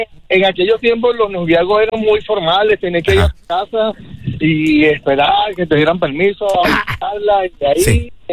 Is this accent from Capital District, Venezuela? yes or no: no; Maracay, Aragua, Venezuela; Sí, en Maracay, claro, sí. Yo soy venezolano.